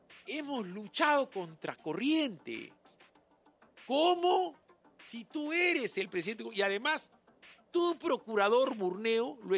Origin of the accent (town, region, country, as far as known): Peru